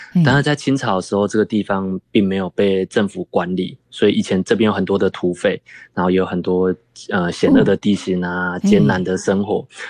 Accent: Tainan, Taiwan; 木炭也是我家乡很重要的产业之一。

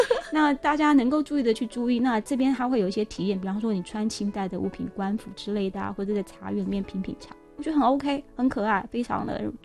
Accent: Taiwan; born there; 我自己是眷村长大的

